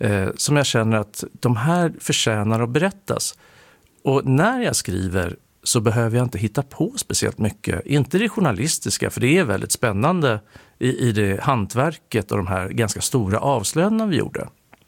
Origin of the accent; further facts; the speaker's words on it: Nyköping, Södermanland, Sweden; Jag är från Nyköping, så jag har dammat av några gamla Nyköpingsuttryck till och med.